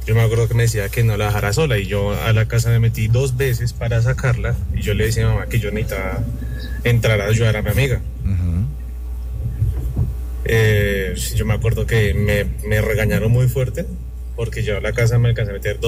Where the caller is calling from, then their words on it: Bogotá, Colombia; Desde acá, Bogotá.